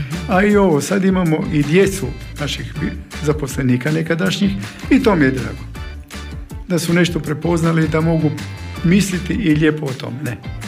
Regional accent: Pula, Istria County, Croatia; Gledajte, mi iz Pule smo pravi volonteri. Znači dođemo iz Pule.

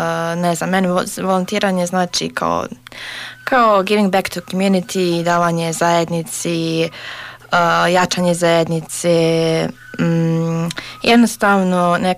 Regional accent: Sarajevo, Federation of Bosnia and Herzegovina, Bosnia & Herzegovina; dolazim iz Sarajeva, iz Bosne i Hercegovine.

